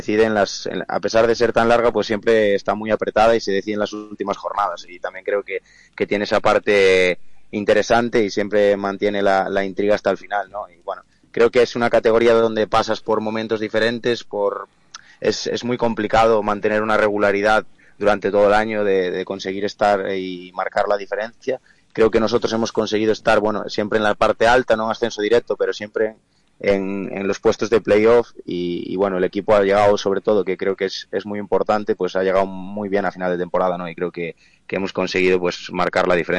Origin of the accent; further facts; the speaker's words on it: A Coruña, Galicia, Spain; conseguir llegar a Primera División con el equipo de mi tierra.